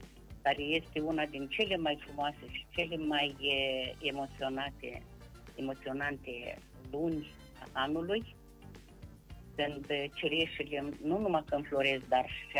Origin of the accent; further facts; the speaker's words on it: Nisporeni District, Moldova; now in Chișinău, Moldova; Eu m-am născut în raionul Nisporeni.